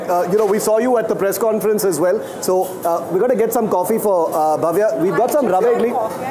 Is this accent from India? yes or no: yes; Chennai, Tamil Nadu, India; also born or lived in Karnataka; Grew up in Chennai, but I'm from here.